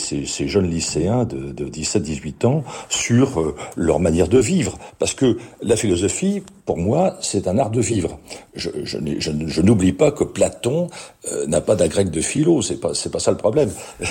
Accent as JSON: {"language": "French", "country": "France", "said": "chez nous en France"}